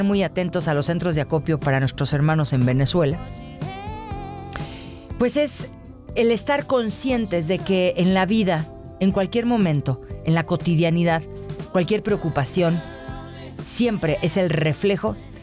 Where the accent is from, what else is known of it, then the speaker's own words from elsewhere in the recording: Mexico; Nosotros como mexicanos, que ya lo pasamos y lo hemos pasado en diferentes ocasiones